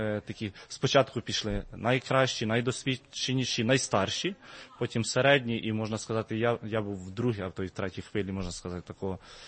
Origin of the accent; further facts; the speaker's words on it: Vinnytsia, Vinnytsia Oblast, Ukraine; now in Odesa, Ukraine; Я сам з Вінниці.